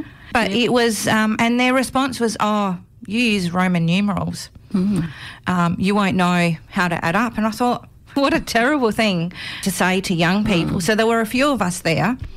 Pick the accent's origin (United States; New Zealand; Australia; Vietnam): Australia; born there; I'm from an Italian background. I was born here in Australia, but both my parents are Italian background. So I grew up very strong in tradition and language at home.